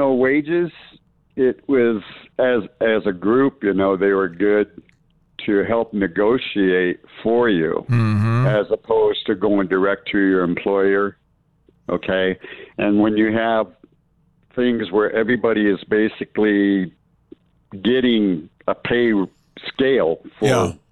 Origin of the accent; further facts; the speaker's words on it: San Francisco, California, United States; moved away as an adult; now in La Porte, Minnesota, United States; I grew up in San Francisco